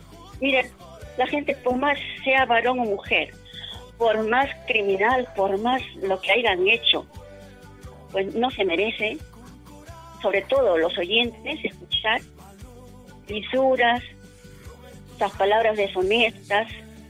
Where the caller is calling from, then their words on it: Chimbote, Ancash, Peru; Soy un oyente de acá de Chimbote, de la radio.